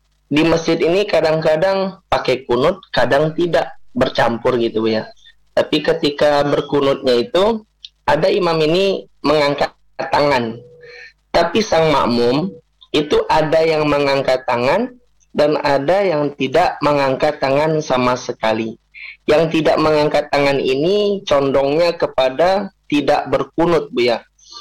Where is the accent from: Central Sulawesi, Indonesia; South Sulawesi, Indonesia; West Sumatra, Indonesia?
West Sumatra, Indonesia; Lubuk Basung; Saya dari Agam Lubuk Basung, Sumatera Barat.